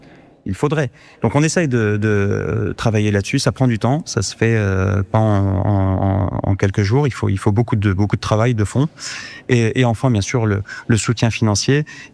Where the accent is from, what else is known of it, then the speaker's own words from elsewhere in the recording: Nantes, Pays de la Loire, France; moved away as an adult; now in Iraq; Moi-même, j'ai grandi à Nantes dans les années 2000, et j'étais dans une école chrétienne.